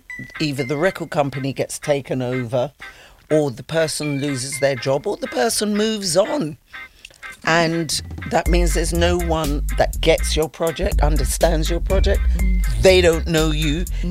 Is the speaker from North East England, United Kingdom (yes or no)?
no; London, United Kingdom; We're going to go back home because we're from West London.